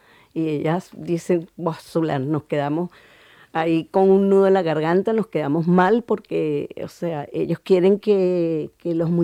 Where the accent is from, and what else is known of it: Caracas, Capital District, Venezuela